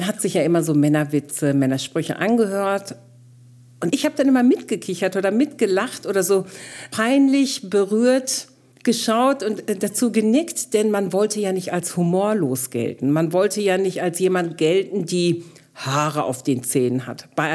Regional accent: North Rhine-Westphalia, Germany; now in Black Forest, Germany; Als migrantische Frau mit doppeltem Migrationshintergrund, sage ich immer, ich bin ja Ostwestfälin und offensichtlich auch keine Schwarzwälderin, sondern ich habe türkische Wurzeln

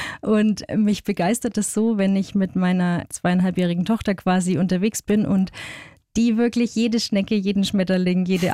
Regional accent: Bavaria, Germany; Ja, ist vor allem sehr lustig, wenn man sich vorstellt und sagt, ich bin aus dem Fichtelgebirge, dann überlegen die, welches Gebirge im Alpenraum kennen wir denn nicht?

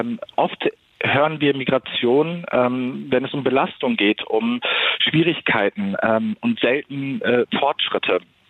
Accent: Germany; Ich bin in Deutschland aufgewachsen, aber nicht in Deutschland geboren und wir waren lange Zeit in einem Duldungsprozess, also Asylprozess.

